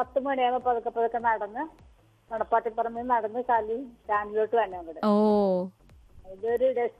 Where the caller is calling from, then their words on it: Vypin, Kerala, India; വീട് വൈപ്പിൻ.